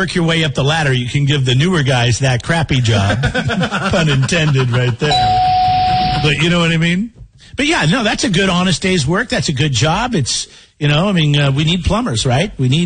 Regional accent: Washington, United States; I was my earliest memory of being out there in the rain because I grew up in Washington State.

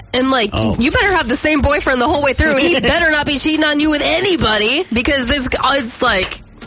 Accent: Jenison, Michigan, United States; born there

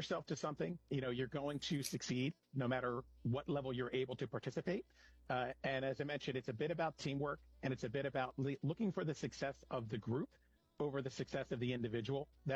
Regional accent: Wilmington, Delaware, United States; I grew up the youngest of two. I have one older brother, and Wilmington, Delaware is the home.

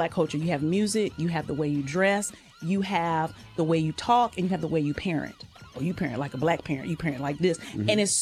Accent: Southern United States, United States; born or raised there

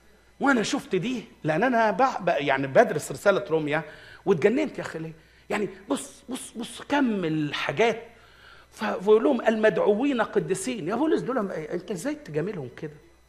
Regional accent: Egypt; عندنا في مصر

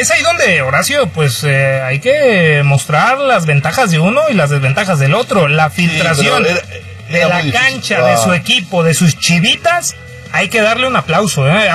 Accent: Móstoles, Community of Madrid, Spain; En Toledo, miren, cerca Toledo. De Móstoles, de donde soy.

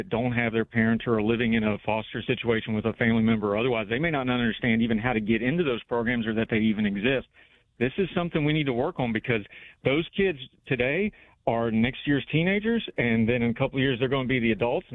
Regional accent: Saunersville, West Virginia, United States; if you're in a small town, I come from Saunersville, West Virgin

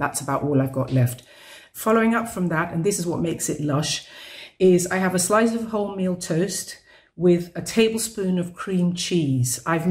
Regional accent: London, United Kingdom; And I'm from Southeast London in the United Kingdom.

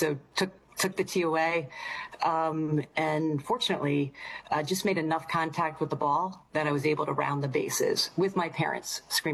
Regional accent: Philadelphia, Pennsylvania, United States; born there; Well, I said I grew up in Philadelphia

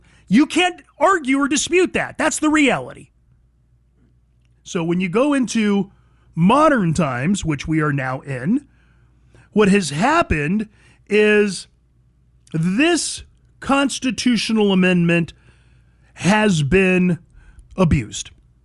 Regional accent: United States; born there; because I'm a Hispanic. And I'm going to also talk to you from an American perspective, because, well, yeah, I'm an American. I was born here.

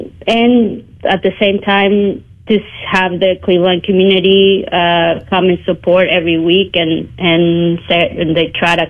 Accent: Ciudad Obregón, Sonora, Mexico; English is a second language; I was born and raised in Ciudad Obregón, Sonora, in Mexico

